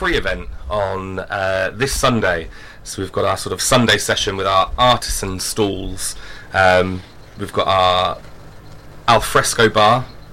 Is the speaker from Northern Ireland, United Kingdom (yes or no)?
no; Caister-on-Sea, East of England, United Kingdom; I grew up in Great Yarmouth in Caister, and there wasn't really much of this sort of thing when I was growing up. I mean, I'm not even that old. I'm in my early 30s still.